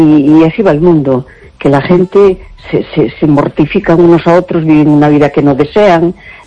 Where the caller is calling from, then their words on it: A Coruña, Galicia, Spain; Hola, buenas noches … de La Coruña.